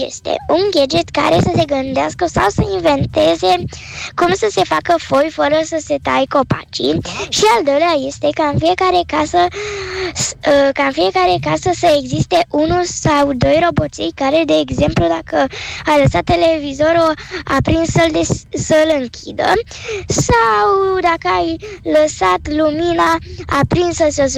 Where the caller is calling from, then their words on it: Bucharest, Romania; din București și am 8 ani